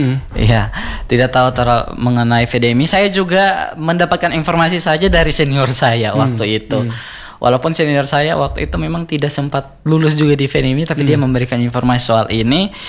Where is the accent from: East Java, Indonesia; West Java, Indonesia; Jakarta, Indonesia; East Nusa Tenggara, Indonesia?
East Nusa Tenggara, Indonesia; untuk kami anak NTT